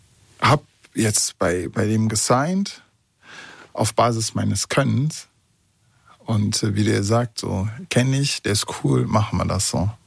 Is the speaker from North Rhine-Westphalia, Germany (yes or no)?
yes; Bonn, North Rhine-Westphalia, Germany; aber auch dann als Zaungast und als Bonner und dann heißt es, da war was und die haben das und das gesagt